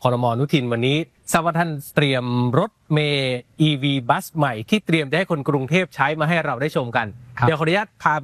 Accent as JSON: {"language": "Thai", "region": "Songkhla", "country": "Thailand", "said": "ผมเนี่ยผมเป็นคนสงขลาผมขับรถกรุงเทพสงขลาบ่อยมาก"}